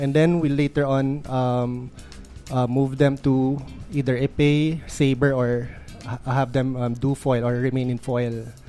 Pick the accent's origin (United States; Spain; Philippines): Philippines; San Pablo City, Calabarzon; Just a background, I'm actually I was born and raised in San Pablo City.